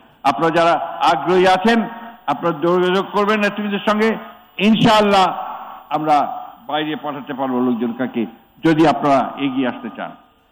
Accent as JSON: {"language": "Bangla", "country": "Bangladesh", "tie": "born or raised there", "said": "আমার জন্ম এখানে, আমার শৈশব কেটেছে এখানে, আমার স্কুল জীবন এখানে"}